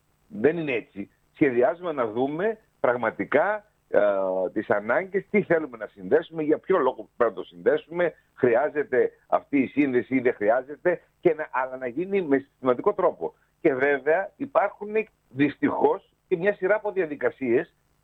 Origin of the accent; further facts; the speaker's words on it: Serifos, South Aegean, Greece; εγώ, όπως ξέρετε, κατάγομαι από τη Σέριφο.